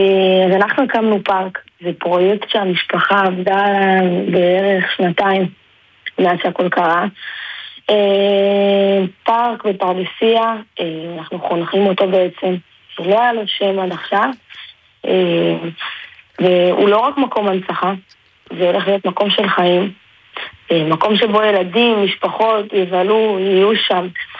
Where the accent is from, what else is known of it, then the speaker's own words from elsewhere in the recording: Pardesiya, Central District, Israel; פרדסיה זה המקום שנולדנו בו, גדלנו בו, אבא שלי נולד וגדל פה, כאן גדלנו. אנחנו עדיין כאן גרים.